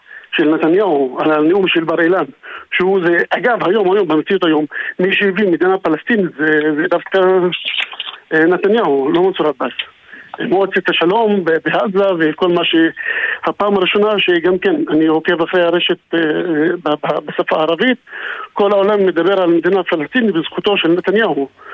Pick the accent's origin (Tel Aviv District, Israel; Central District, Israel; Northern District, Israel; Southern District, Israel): Northern District, Israel; Tamra; אז אוקיי, אני באתי מיאיר תמרה